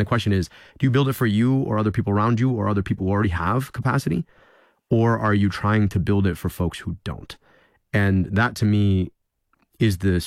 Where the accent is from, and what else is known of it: United States